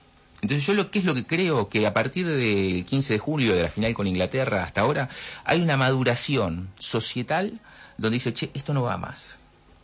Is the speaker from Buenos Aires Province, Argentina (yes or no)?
yes; Mar del Plata, Buenos Aires Province, Argentina; moved away as an adult; now in Buenos Aires, Argentina; Yo soy de Mar del Plata, vine a vivir a Buenos Aires hace 20 años.